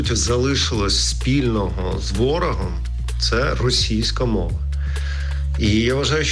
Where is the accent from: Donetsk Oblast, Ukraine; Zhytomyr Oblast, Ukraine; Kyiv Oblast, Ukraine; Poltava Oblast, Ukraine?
Donetsk Oblast, Ukraine; Kramatorsk; first language Russian; Ukrainian is a second language; Я не зі Львова, ні з Тернополя, я з Краматорська. Вчився в російськомовній школі, жив і ріс у російськомовному середовищі, спілкувався, співав, писав російською мовою. 28 років. А потім захотів перейти на українську і зробив це.